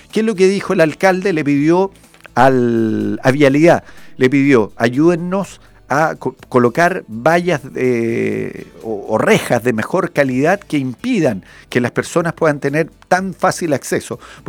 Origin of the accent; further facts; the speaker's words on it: Chile; no podemos como chilenos permitir cosas tan, tan burdas